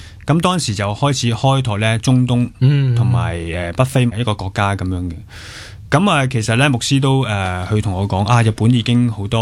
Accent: Hong Kong; 我哋香港人

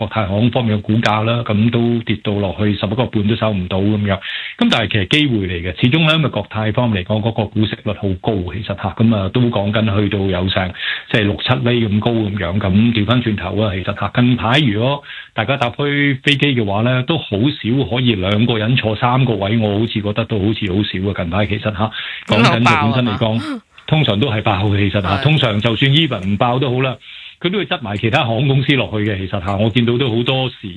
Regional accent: Hong Kong; 咁我哋香港人梗系讲翻国泰啦

